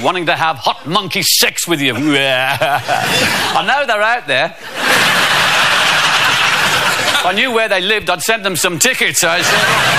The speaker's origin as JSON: {"language": "English", "town": "St John's Wood", "region": "London", "country": "United Kingdom", "said": "No, we're from St. John's Wood. We wouldn't do that."}